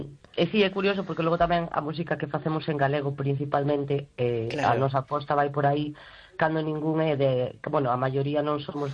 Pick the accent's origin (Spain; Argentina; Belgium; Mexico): Argentina; veño de Argentina